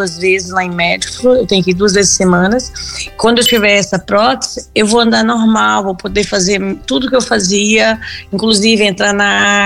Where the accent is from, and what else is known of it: Galileia, Minas Gerais, Brazil; born or raised there